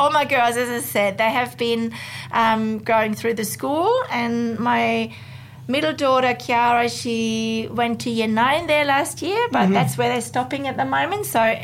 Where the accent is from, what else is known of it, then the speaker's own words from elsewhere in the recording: Germany; accent: German; English is a second language; moved away; I've been here for 26 years. I'm from Germany myself.